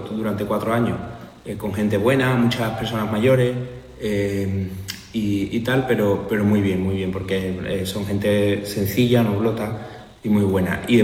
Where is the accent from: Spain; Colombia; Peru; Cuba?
Spain; San José de la Rinconada, Andalusia; also born or lived in Seville; yo soy de San José de la Rinconada, aunque mi familia toda es de la Macarena, de la calle Feria, y yo nací en la calle San Luis.